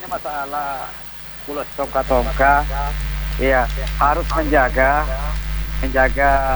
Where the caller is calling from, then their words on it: Makassar, South Sulawesi, Indonesia; saya Makassar ini